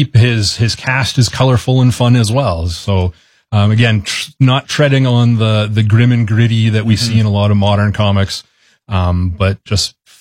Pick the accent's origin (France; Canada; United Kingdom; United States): Canada; Humboldt, Saskatchewan; Being that it's set in my hometown of Humboldt, representation, familiar landmarks, the Broncos, stuff like that shows up in there.